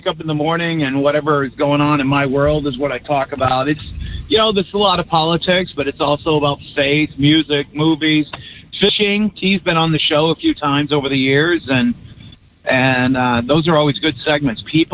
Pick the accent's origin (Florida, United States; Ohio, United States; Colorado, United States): Florida, United States; Lady Lake; we grew up in Lady Lake, which is where the villages are. We had a private lake where I grew up